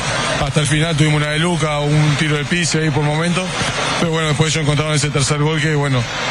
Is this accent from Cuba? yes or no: no; Uruguay; nosotros también, pues somos uruguayos